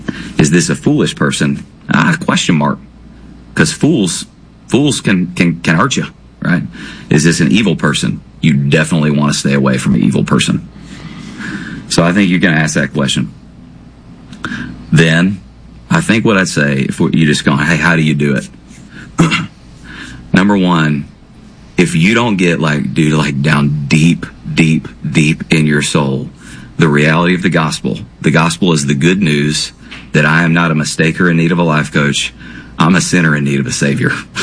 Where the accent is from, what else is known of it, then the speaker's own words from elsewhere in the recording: Kentucky, United States; I grew up in Kentucky